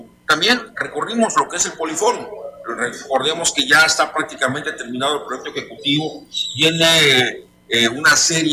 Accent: Cozumel, Quintana Roo, Mexico; todos los que fuimos niños, crecimos, lo desarrollamos en Cozumel.

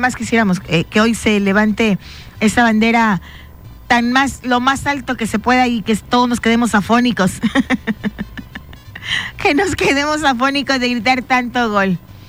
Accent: Mexico; como mexicana, mexicanos que somos

